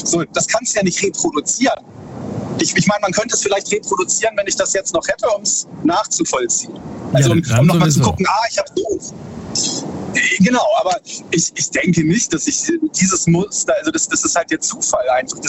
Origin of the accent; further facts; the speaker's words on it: Baden-Württemberg, Germany; Ich bin aus zwischen Heidelberg und Karlsruhe.